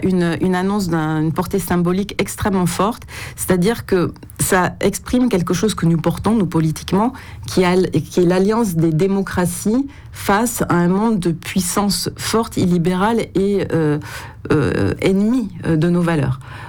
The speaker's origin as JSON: {"language": "French", "region": "Nouvelle-Aquitaine", "country": "France"}